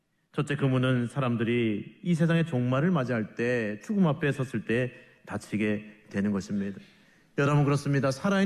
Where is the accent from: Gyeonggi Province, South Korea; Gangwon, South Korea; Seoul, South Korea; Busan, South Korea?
Seoul, South Korea; 서울 사람이 저도 그냥 어설프게 아싸라게 지금 흉내내고 있는데